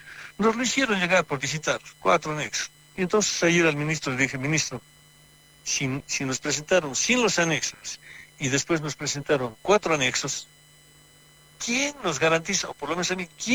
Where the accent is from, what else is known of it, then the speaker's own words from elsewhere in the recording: Tarija, Bolivia; como boliviano, como tarijeño